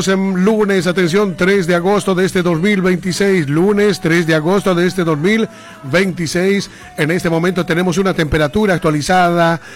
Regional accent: Bolivia; Como buenos bolivianos también, ¿no? De rendirle un homenaje también a nuestra querida patria Bolivia

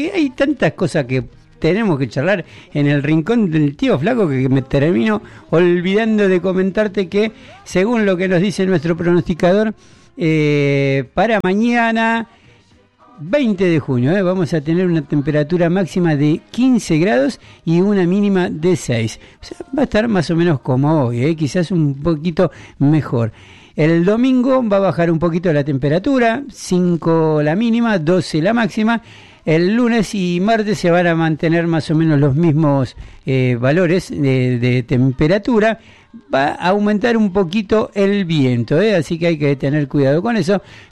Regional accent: Patagonia, Argentina; somos patagónicos

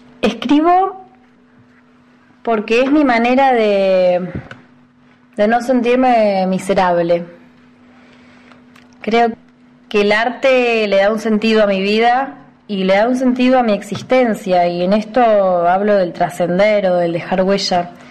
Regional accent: Neuquén, Argentina; tengo 26 años y vivo en Neuquén de toda mi vida. Soy psicóloga

